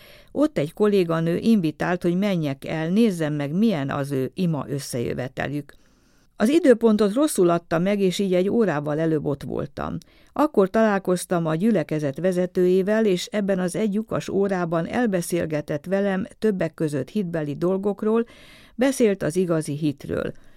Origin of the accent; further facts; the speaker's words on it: Dombóvár, Tolna, Hungary; born there; 1974-ben születtem Dombóváron.